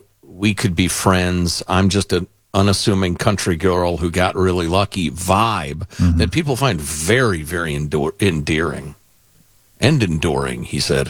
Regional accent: Chicago, Illinois, United States; born or raised there

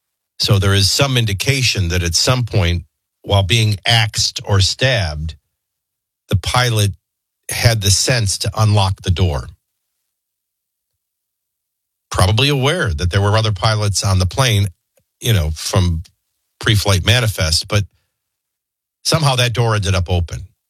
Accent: New Orleans, Louisiana, United States; growing up in New Orleans, that has meaning

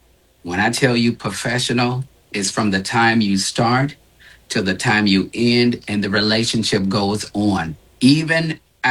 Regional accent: United States; And we as African American people have to begin to understand that we are valued.

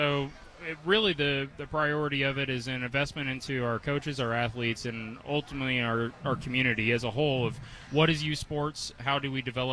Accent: Camby, Indiana, United States; I grew up actually in Canby, Indiana, so just outside of the county limits in Marion County, but I went to Decatur Central High School.

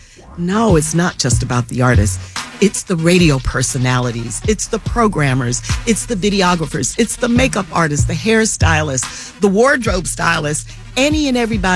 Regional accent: New York City, New York, United States; now in Philadelphia, United States; I grew up in the Bronx and Harlem.

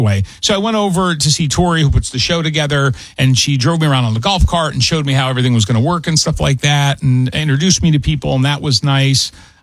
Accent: Detroit, Michigan, United States; now in Rochester Hills, United States; I'm from Detroit.

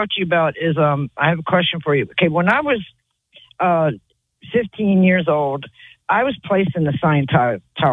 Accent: Baltimore, Maryland, United States; born there; I was born in Baltimore, so I've been on just about all the forts in Northern Virginia with newspapers.

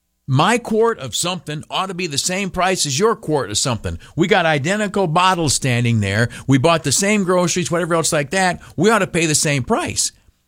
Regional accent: United States; I'm American to the bone, buddy.

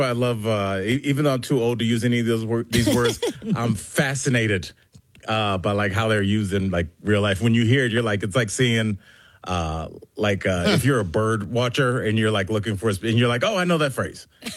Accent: Cleveland, Ohio, United States; I'm from Cleveland, Ohio. I can drive in some snow, bro.

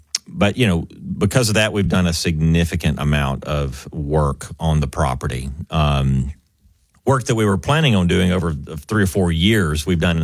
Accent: Cullman, Alabama, United States; we've had Rock the South in Coleman, Alabama.

